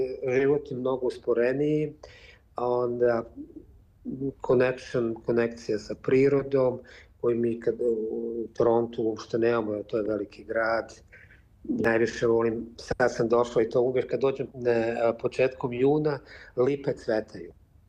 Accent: Bihać, Federation of Bosnia and Herzegovina, Bosnia & Herzegovina; ja sam ja rodom iz Bihaća, iz Bosne i Hercegovine

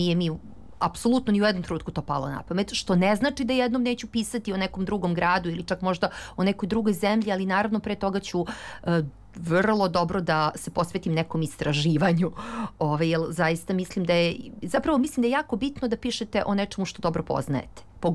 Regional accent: Belgrade, Serbia; Pa Beograd jeste moj rodni grad i nekako mi je bilo nekako potpuno logično da smestim priču u Beogradu

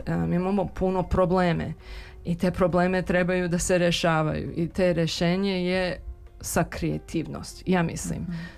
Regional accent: Serbia; ja nisam Romkinja, ja sam Srpkinja

